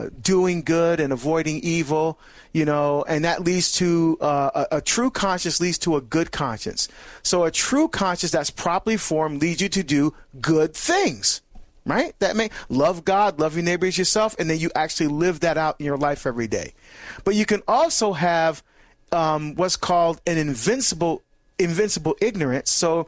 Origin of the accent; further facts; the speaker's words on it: Barbados; it's sweet bread that my mom, we're from Barbados, and my mom used to make that.